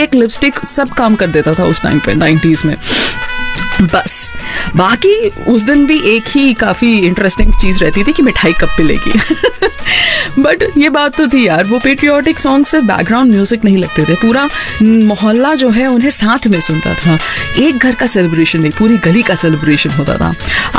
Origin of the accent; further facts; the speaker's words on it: Kanpur, Uttar Pradesh, India; moved away; हमारे कानपुर में